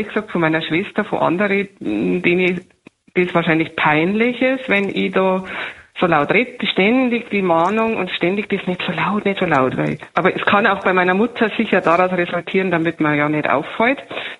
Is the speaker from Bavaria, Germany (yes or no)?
yes; Bavaria, Germany; born there; Ja, ich bin ja gebürtig aus Bayern.